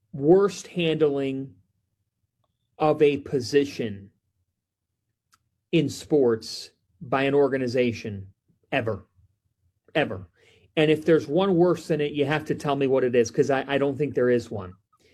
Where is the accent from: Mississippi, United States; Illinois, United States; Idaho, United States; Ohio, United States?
Ohio, United States; Cleveland; But honestly, and I don't like the pity party because I'm from Cleveland